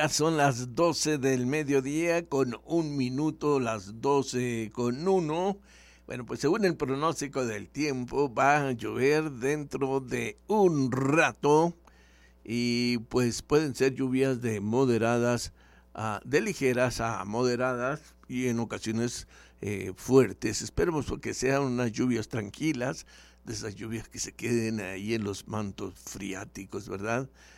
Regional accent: Nogales, Sonora, Mexico; nuestros Nogales

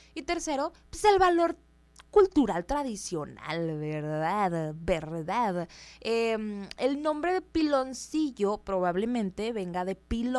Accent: Sonora, Mexico; yo estaba en Querétaro, yo como buena sonorense

